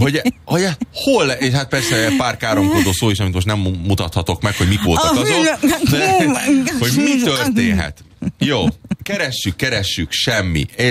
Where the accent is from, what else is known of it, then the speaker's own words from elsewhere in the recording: Budapest, Hungary; Hát én egy pesti gyerek vagyok